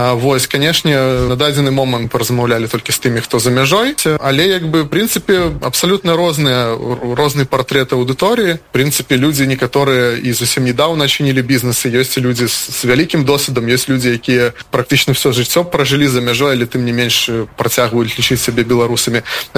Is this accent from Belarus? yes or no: yes; Belarus; Тому що, в принципі, і ми, білоруси, по менталітеті, якби такі тихі ніякі.